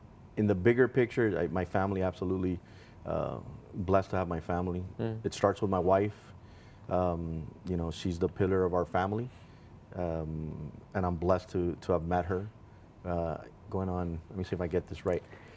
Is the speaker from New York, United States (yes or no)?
no; Miami, Florida, United States; Yeah, you know, we're both from Miami.